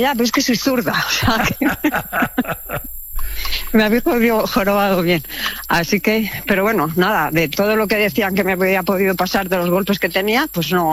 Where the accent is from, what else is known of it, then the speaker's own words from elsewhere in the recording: Valladolid, Castile and León, Spain; Pues mira, yo soy de Valladolid, sí.